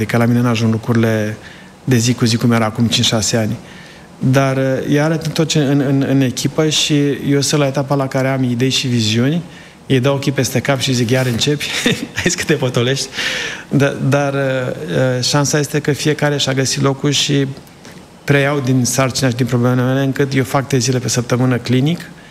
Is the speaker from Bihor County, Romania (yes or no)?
no; Sibiu County, Romania; now in United States